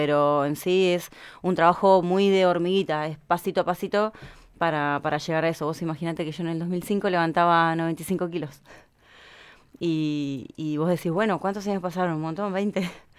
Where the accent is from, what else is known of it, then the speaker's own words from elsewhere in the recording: General San Martín, La Pampa, Argentina; yo soy oriunda de General San Martín La Pampa. Allá los pampeanos somos fuertes.